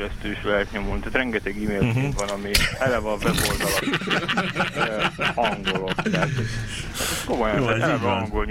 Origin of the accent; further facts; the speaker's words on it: Hungary; Kérdezték néha, hogy csehek vagyunk, de az hamar kiderült, hogy annyira nem bírjuk ezt a szláv nyelvet, és aztán meg inkább az, hogy lengyelek vagyunk-e.